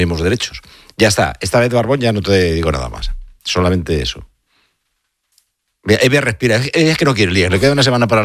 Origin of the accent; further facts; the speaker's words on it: Asturias, Spain; especie invasiva que está afectando a algunos pueblos del suroccidente asturiano, que es donde tengo yo mi pueblo.